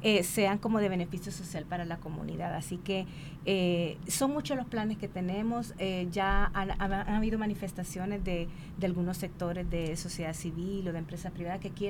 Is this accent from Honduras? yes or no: yes; Honduras; ¿por qué nosotros como hondureños no podríamos?